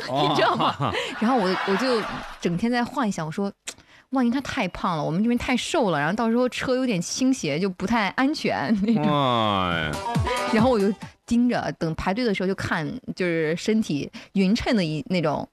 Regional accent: Anhui, China; 我作为安徽人

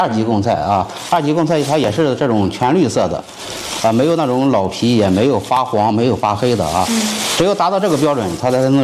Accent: Anhui, China; 然后回来创业呢，就感觉我们正好是特产嘛，产地啊，然后就自己开了个电商，把咱们一门的台杆宣传一下，推往全国各地。

